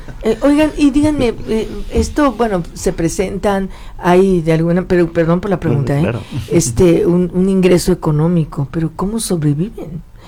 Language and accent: Spanish; Mexico; Es nuestro México, somos mexicanos, como que es algo que, en donde te olvidas de todas las rencillas, ¿no?